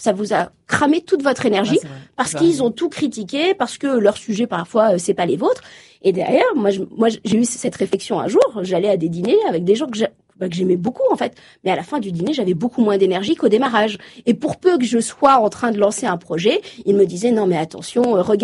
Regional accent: Normandy, France; Je viens de la Normandie. Uber Eats n'est pas arrivé partout en France.

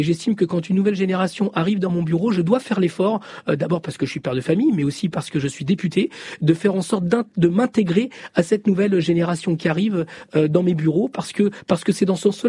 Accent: Chile; now in France; Je viens du Chili. Je suis fils d'exilé politique. Je suis en France parce que l'extrême droite a pris le pouvoir de la pire des manières.

